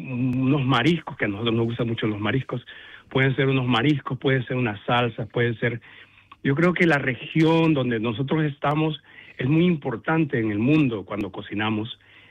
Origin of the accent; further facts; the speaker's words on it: El Salvador; Sí, a mí los platillos de mi región, yo soy de El Salvador, y las pupusas son como el plato predilecto de los centroamericanos